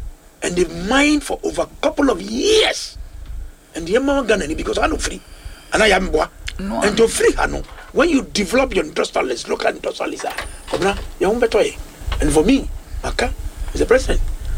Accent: Ghana; I'm from Ghana.

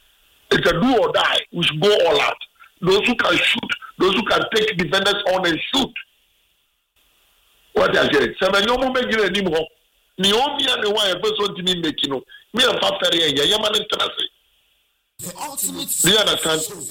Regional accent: Ghana; And as a coach, as a Ghanaian.

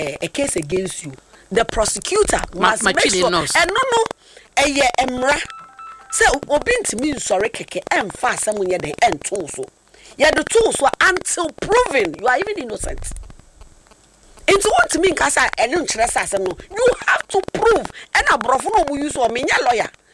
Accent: Ghana; And then, again, as a Ghanaian

